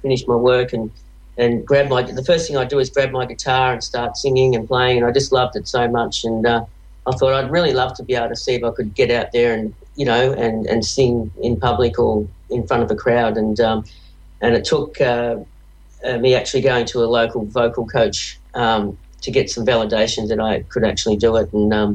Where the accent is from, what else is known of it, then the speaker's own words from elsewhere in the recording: Williamstown, Victoria, Australia; I was born and bred in Williamstown